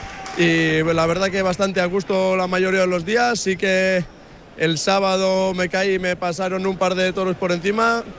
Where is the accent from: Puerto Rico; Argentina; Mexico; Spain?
Spain; Dima, Basque Country; Desde Dima, de Vizcaya.